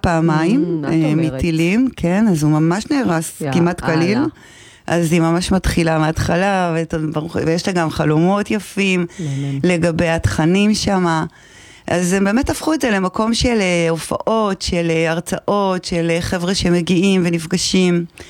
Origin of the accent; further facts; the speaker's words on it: Kiryat Shmona, Northern District, Israel; נולדתי כאן בקריית שמונה, ובצריף הירוק שכולם מכירים.